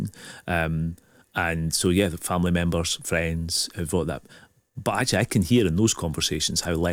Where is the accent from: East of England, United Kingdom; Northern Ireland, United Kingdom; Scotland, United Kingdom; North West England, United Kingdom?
Scotland, United Kingdom; Dundee; I come from Dundee